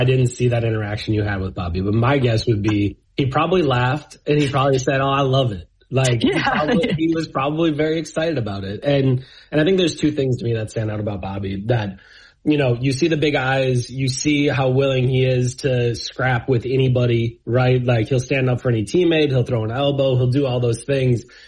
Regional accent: Milwaukee, Wisconsin, United States; moved away as an adult; now in Miami, United States; I'm from Milwaukee, they moved me down here

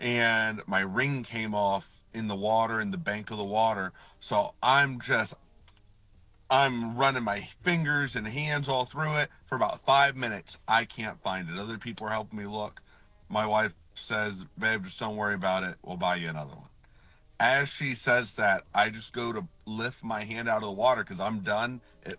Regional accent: Ohio, United States; I grew up on Guilford Lake.

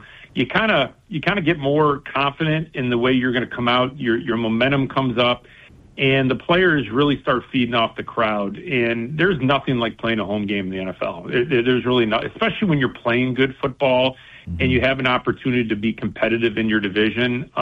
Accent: Cleveland, Ohio, United States; born there

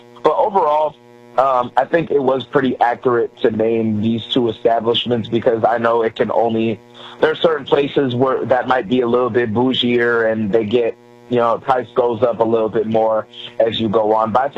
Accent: Chicago, Illinois, United States; now in Kansas City, United States; I'm from Chicago, by the way. I didn't realize Burnin's was a thing until I got here.

